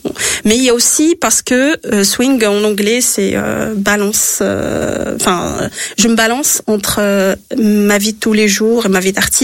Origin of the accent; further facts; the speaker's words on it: Morocco; je suis marocaine, je suis française, j'ai fait j'ai travaillé à Londres, j'ai travaillé partout, on peut dire dans le monde